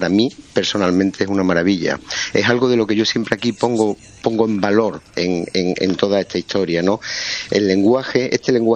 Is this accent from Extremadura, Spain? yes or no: yes; Extremadura, Spain; now in Huelva, Spain; Yo personalmente soy extremeño, pero vivo en Huelva desde hace muchísimos años